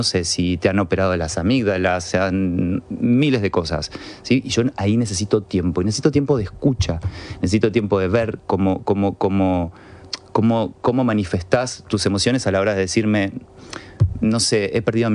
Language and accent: Spanish; Argentina